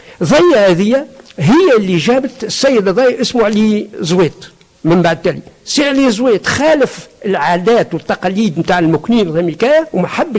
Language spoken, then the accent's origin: Arabic; Sayada, Monastir Governorate, Tunisia; هذه مدينتي